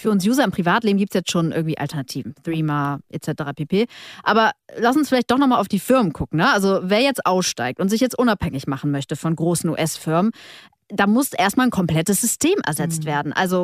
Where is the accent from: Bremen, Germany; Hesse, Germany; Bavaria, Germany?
Bremen, Germany; Also ich würde immer auf mein Heimatbundesland Bremen tippen